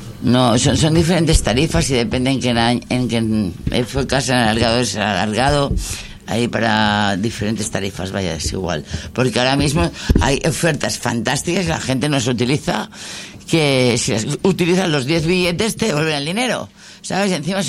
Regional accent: Barcelona, Catalonia, Spain; Pero nosotros como barcelonés nos robaron una vez

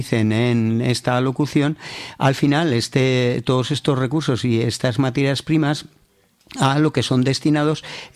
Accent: Aragon, Spain; como decimos aquí en Aragón

